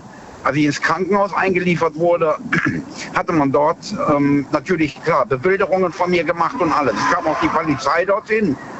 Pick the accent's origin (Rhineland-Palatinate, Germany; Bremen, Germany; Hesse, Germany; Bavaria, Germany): Rhineland-Palatinate, Germany; Bad Neuenahr; Aus Bad Neuenahr.